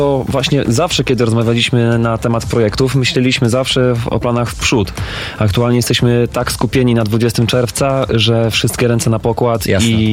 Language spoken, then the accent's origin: Polish; Szczecin, West Pomeranian Voivodeship, Poland; my jesteśmy ludźmi ze Szczecina, ZS to nasze miasto